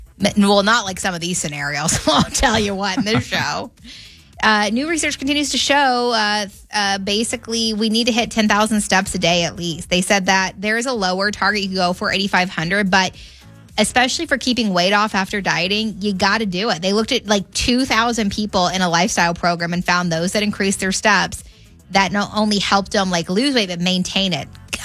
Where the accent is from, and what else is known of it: United States